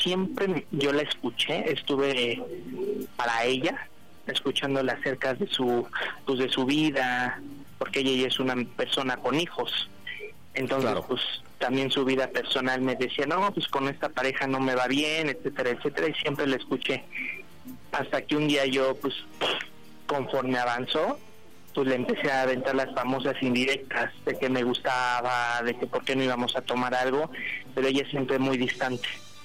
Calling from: Colonia Guerrero, Mexico City, Mexico; Orgullosamente uno de los mejores barrios de aquí de la colonia Guerrero.

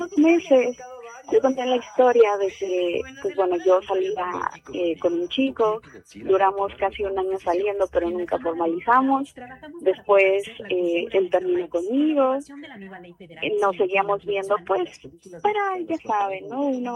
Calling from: Mexico City, Mexico; Soy de la alcaldía de Coyoacán, tengo 26 años.

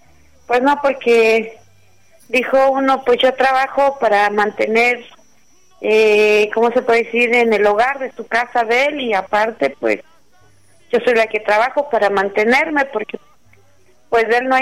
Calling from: Mexico City, Mexico; De aquí, del lado del metro Copilco.

